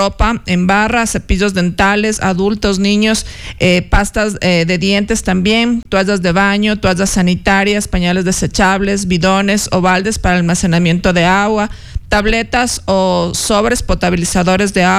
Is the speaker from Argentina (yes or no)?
no; Ecuador; nosotros también como ecuatorianos estamos unidos